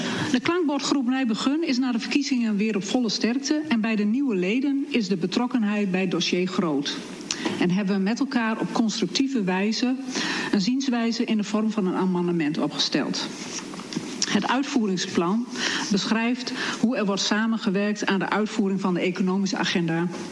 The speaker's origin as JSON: {"language": "Dutch", "region": "Drenthe", "country": "Netherlands", "said": "Als Drenten"}